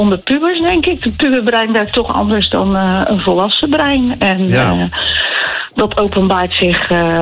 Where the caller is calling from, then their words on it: Rotterdam, South Holland, Netherlands; In Overschie.